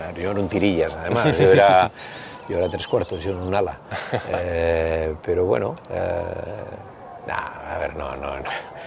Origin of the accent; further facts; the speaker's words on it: Bilbao, Basque Country, Spain; me llevaba de pequeño a ver en San Ignacio, jugaban en el barrio de San Ignacio, el equipo que luego jugué yo, el Bilbao Rugby Club.